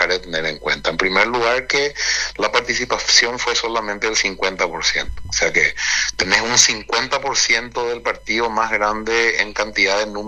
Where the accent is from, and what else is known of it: Paraguay